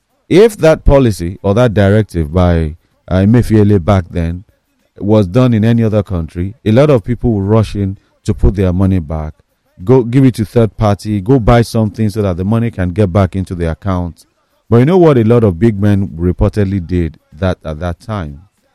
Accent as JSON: {"language": "English", "country": "Nigeria"}